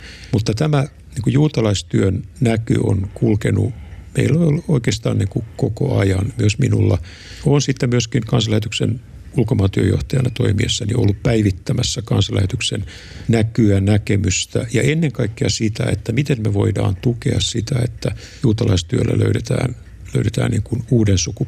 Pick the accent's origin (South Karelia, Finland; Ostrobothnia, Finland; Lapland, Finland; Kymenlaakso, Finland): Ostrobothnia, Finland; Vaasa; Vaasahan on mun kotikaupunki, että mä oon syntynyt ja kasvanut siellä.